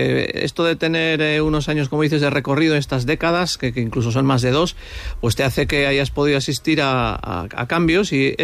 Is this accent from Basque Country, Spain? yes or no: yes; San Sebastián, Basque Country, Spain; yo soy de Donosti